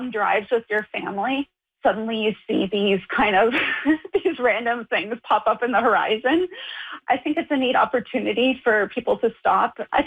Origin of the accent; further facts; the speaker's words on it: Sudbury, Ontario, Canada; So growing up in Sudbury, it was very easy to have access to all of that.